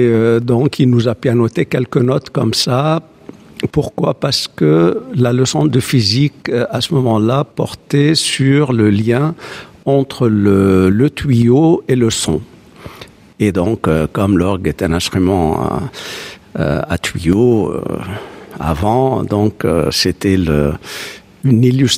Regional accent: Alexandria, Alexandria Governorate, Egypt; also born or lived in Cairo; now in Villeurbanne, France; je suis né au Caire, en fait. Bon, mais on a très vite, on s'est très vite déplacé à Alexandrie, la famille, et j'ai grandi à Alexandrie, au collège Saint-Marc.

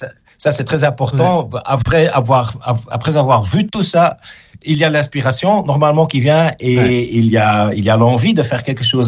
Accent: Belgium

